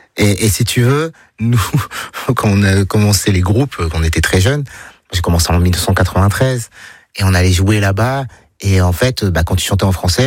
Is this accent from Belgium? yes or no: no; Lille, Hauts-de-France, France; Ben, en fait, déjà, nous, on vient de Lille. Ça commence, je pense, à la base, on vient de Lille, on est à 20 km de la Flandre, en Belgique, où on parle pas français.